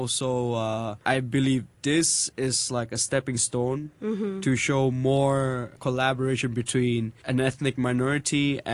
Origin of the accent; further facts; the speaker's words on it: Bangladesh; I don't know much about my home country, Bangladesh